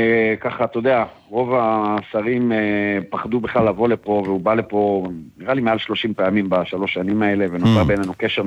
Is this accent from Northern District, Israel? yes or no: yes; Kfar Giladi, Northern District, Israel; moved away as an adult; גדלתי פה, נולדתי פה, חזרתי לפני 11 שנים